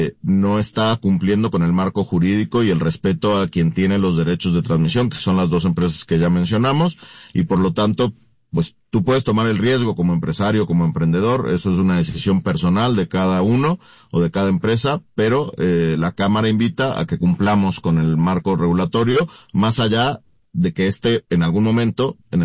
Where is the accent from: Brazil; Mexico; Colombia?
Mexico; pues como los mexicanos somos muy creativos